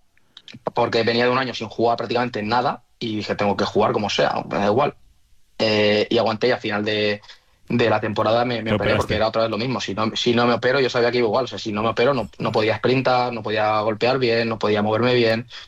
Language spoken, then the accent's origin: Spanish; Valencia, Valencian Community, Spain; also born or lived in Cullera; mucha gente te piensa que soy de Cullera, pero soy de Valencia. Para que yo he veraneado toda la vida en Cullera.